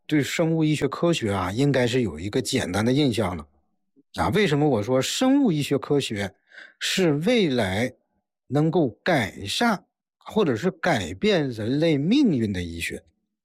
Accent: China; 中国人我们

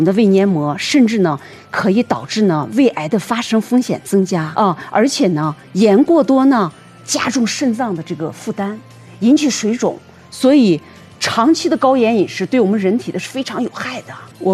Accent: China

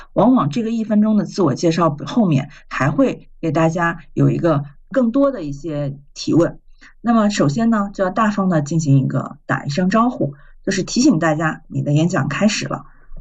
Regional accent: China

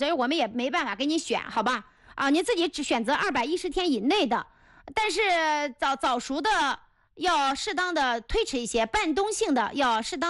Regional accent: Anhui, China; 那我的老家就属于皖北啊，是皖北

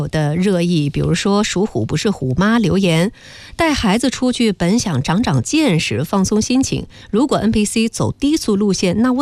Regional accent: Changchun, Jilin, China; 比如说在我家乡啊，长春动植物园的 NPC 雪饼猴，

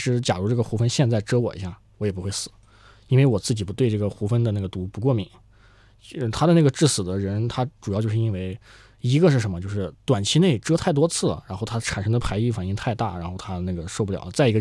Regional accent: China; 因为我们是中国人

